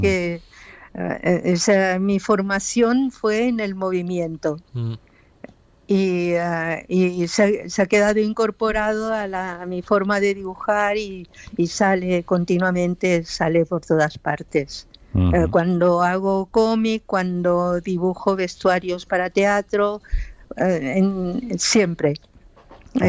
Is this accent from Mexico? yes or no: no; Argentina; now in Spain; A ver, cuando salí de Argentina, tenía una serie de, bueno, había en Europa había cuatro centros editoriales importantes